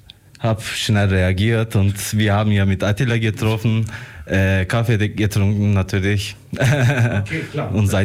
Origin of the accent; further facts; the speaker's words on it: Bursa, Turkey; German is a second language; jetzt ist natürlich, ich bin in Bursa geboren und gewachsen.